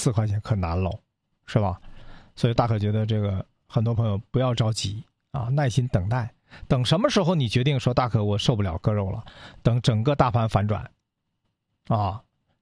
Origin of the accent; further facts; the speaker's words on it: Northeast China, China; 咱们东北这边这旮瘩的朋友们啊